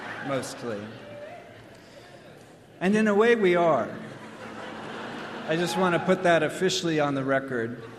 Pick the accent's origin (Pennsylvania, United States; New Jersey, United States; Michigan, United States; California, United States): California, United States; Los Angeles; We're from Los Angeles.